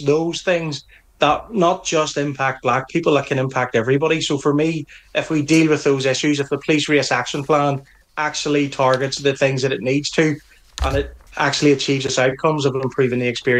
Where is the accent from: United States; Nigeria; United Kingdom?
United Kingdom; Northern Ireland; accent: Northern Irish; You can tell by my accent that I'm a police officer in Northern Ireland.